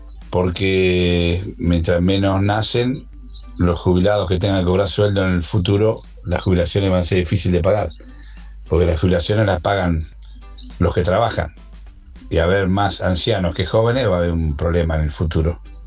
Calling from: Punta Alta, Buenos Aires Province, Argentina; de Punta Alta.

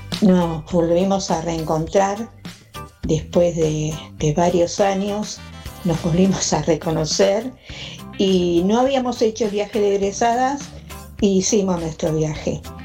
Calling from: Quilmes, Buenos Aires Province, Argentina; de Quilmes y les cuento de que yo soy promoción 73

